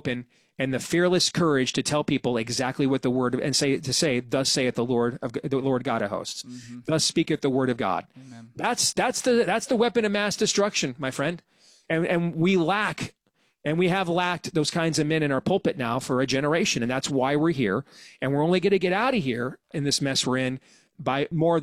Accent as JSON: {"language": "English", "region": "Iowa", "country": "United States", "tie": "born or raised there", "said": "my home state of Iowa"}